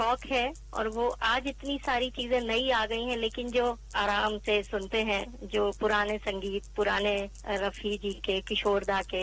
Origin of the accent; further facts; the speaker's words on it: Vidisha, Madhya Pradesh, India; moved away as an adult; now in Jabalpur, India; अभी जबलपुर में हूँ। मेरा होम टाउन वैसे विदिशा है।